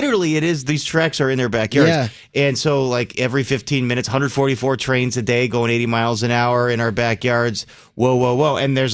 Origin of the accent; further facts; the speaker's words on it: River Forest, Illinois, United States; So I grew up in River Forest